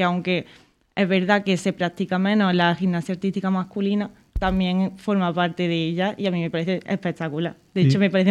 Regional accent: Lucena, Andalusia, Spain; Claro, porque yo soy de Lucena y allí sí hay un club de gimnasia artística.

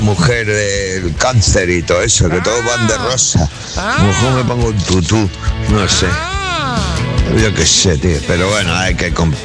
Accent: Madrid, Community of Madrid, Spain; Buenos días, chavales. Cuéntame. … de Manoteras.

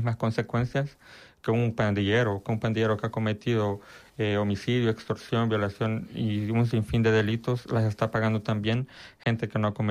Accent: El Salvador; now in Spain; El Salvador, en España, perdón, fue tener claro que yo no podía volver bajo ninguna circunstancia a mi país de origen. ¿Por qué? Porque lo único que me garantiza El Salvador ahora mismo es la cárcel.

